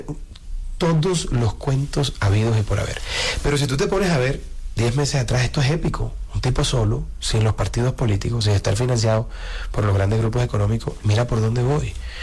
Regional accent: Barranquilla, Atlántico, Colombia; also born or lived in Bogotá; Los barranquilleros somos tan tesos que nacemos donde nos da la gana.

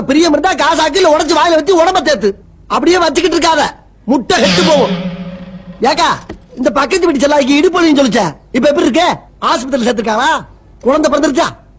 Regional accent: Kanadukathan, Tamil Nadu, India; காரக்குடி பக்கத்துல காணாடு காத்தா.

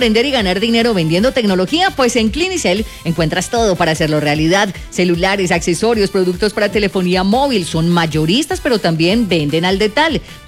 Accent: Popayán, Cauca, Colombia; A pesar de las dificultades, estamos felices de haber nacido y crecido aquí en Popayán.

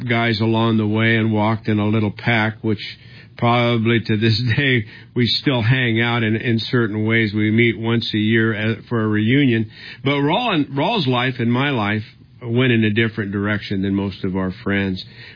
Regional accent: Los Angeles, California, United States; We're coming from Los Angeles, both of us. He was born in Mexico City, but then he ended up in downtown Los Angeles. I was born in East Los Angeles.

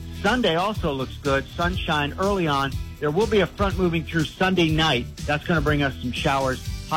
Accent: Mifflinburg, Pennsylvania, United States; From Mifflinburg.

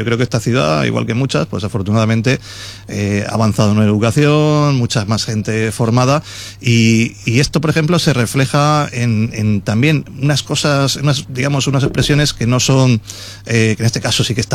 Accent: Valencian Community, Spain; porque somos de las últimas zonas donde se habla valenciano, ya un poquito más abajo, ya pasando Crevillente, pues el valenciano apenas...

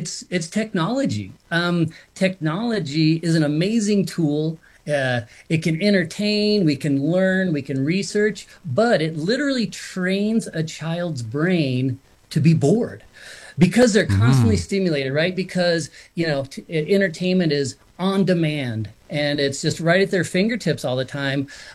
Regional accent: Boulder, Colorado, United States; because I grew up in Boulder, Colorado, in the suburbs.

